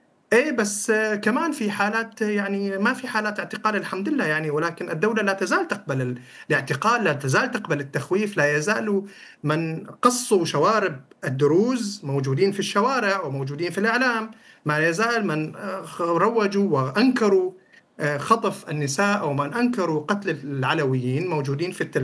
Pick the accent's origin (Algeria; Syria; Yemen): Syria; هم غالبا وفق كل ما وثقناه كسوريين منتهكين.